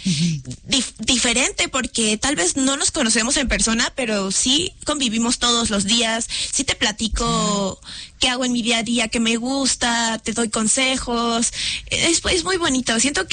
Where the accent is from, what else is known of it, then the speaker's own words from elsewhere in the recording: Mexico; sobre todo aquí en mi país